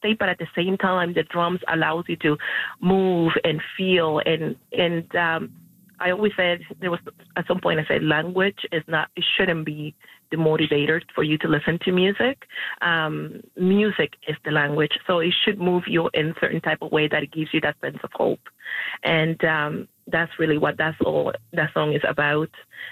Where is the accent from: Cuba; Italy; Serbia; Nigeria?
Cuba; now in Canada; for the longest time I was like, I'm not Cuban enough because I left too many years ago from Cuba. I'm not Canadian enough because I didn't, you know, I was not born here